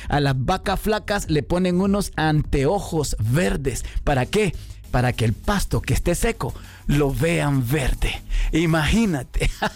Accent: Honduras; now in United States; Y uno de los países es mi pueblo, mi país, Honduras. No ha llovido, hermano.

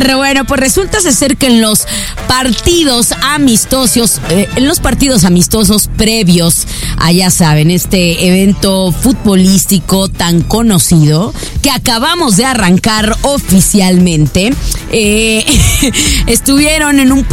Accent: Mexico; para nosotras que somos mexicanas, la hizo famoso

